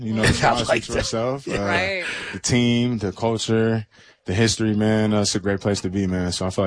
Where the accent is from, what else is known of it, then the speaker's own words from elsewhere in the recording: California, United States; I'm from Cali, so you know, I'm a taco man. I love my Mexican food.